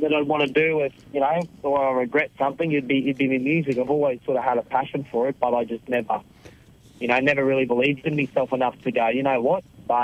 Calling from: Yeppoon, Queensland, Australia; I'm calling in from Yeppoon.

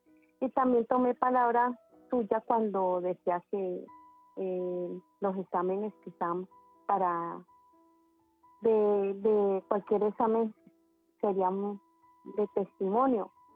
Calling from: La Dorada, Caldas, Colombia; Yo estoy desde La Orada, Caldas.

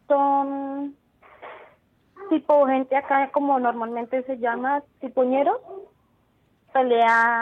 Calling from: Neiva, Huila, Colombia; soy de Neiva Huila. Sí. Vivo en la comuna número 8 del barrio Los Alpes.

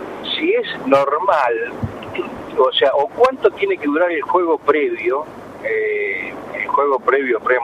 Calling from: interior of Santa Fe province, Santa Fe, Argentina; Del interior de Rosario, o sea, a 200 kilómetros

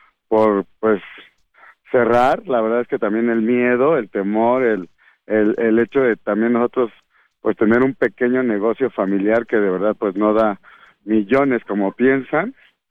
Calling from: Mexico; como mexicanos siempre somos bien luchones y resistentes

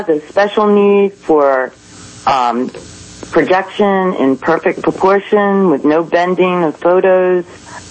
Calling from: Lutherville, Maryland, United States; I'm calling from Lutherville.

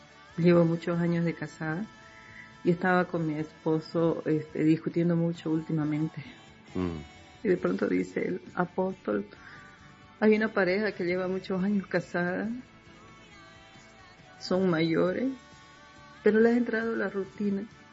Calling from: Santa Cruz de la Sierra, Santa Cruz, Bolivia; Le hablo desde Santa Cruz, Bolivia.

